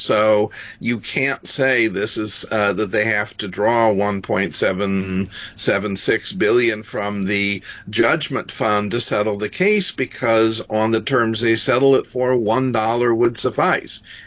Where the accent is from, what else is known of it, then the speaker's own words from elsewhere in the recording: United States; And I said, well, I'm an American, and at this point, we're pretty corrupt, too.